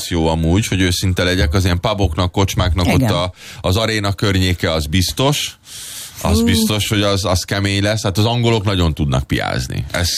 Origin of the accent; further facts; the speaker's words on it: Hungary; ha lenne magyar csapat, én is kimennék, mint magyar